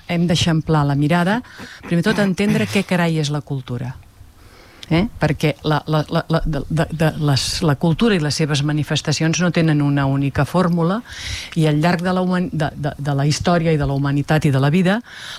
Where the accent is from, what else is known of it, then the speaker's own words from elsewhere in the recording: Molins de Rei, Catalonia, Spain; de Molins de Rei d'aquells, entre cometes, jo seria d'aquests de tota la vida